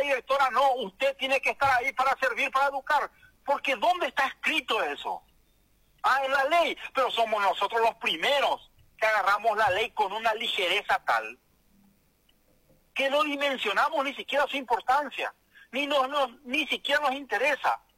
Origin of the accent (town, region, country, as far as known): Paraguay